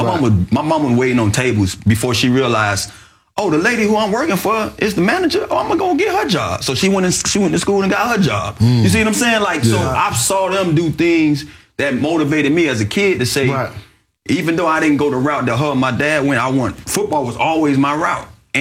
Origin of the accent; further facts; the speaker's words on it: Miami, Florida, United States; I'm from Miami